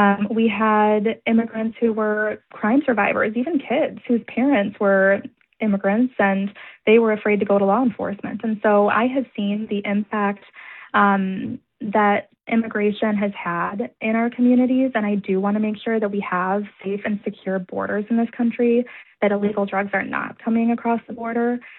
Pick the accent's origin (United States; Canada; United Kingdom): United States; Warren, Michigan; I grew up here in Warren, Michigan, and my entire family has always worked for the auto industry.